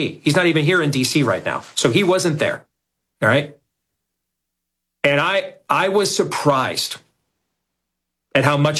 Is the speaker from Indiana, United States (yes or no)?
no; Iowa, United States; inevitably everybody finds out I'm from Iowa.